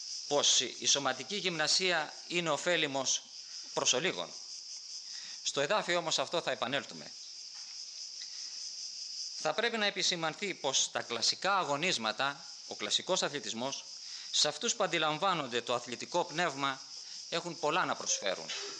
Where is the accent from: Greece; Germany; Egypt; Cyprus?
Greece; Ας θυμηθούμε σαν Έλληνες